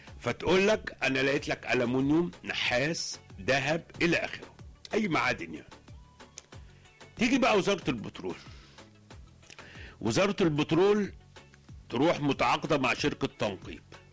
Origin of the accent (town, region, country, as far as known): Egypt